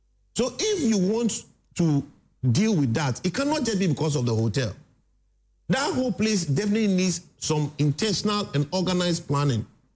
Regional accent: Accra, Greater Accra, Ghana; I come from Jamestown, British Accra.

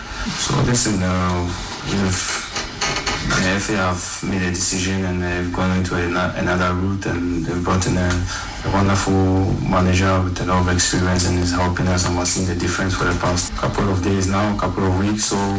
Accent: Ghana; And I know Ghanaians, I know the country the way we are because I'm Ghanaian and you know we take things a bit too personal

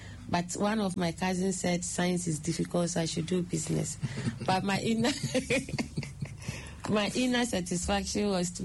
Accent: Tema, Greater Accra, Ghana; I was born and bred in Tema

